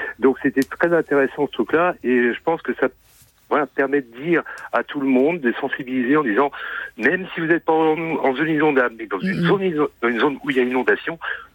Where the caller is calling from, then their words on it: Bou, Centre-Val de Loire, France; j'habite à Bou, vraiment à métropole orléanaise, au bord de Loire, commune complètement inondable.